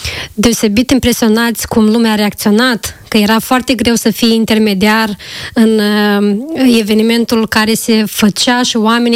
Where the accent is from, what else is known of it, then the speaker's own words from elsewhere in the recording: Coropceni, Moldova; eu am crescut la Coropceni